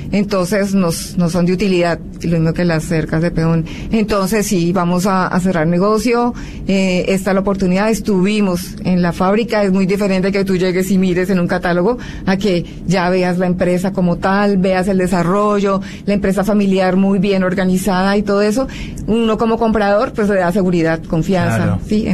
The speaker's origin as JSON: {"language": "Spanish", "region": "Bogotá", "country": "Colombia", "moved": "as an adult", "lives_now": "Panama"}